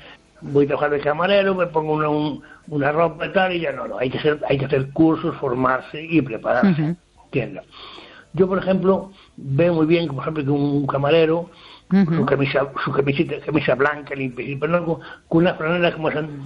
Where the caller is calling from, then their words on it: Ferrol, Galicia, Spain; Hola, buenas noches, Esther. … aquí de Ferrol.